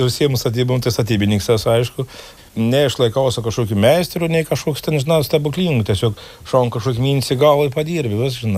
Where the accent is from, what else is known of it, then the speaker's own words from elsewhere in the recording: Viekšniai, Telšiai County, Lithuania; aš sakau, aš esu Viekšniškis ir aš kaip, nu, sakau visiems ir sakau, aš iš Viekšnių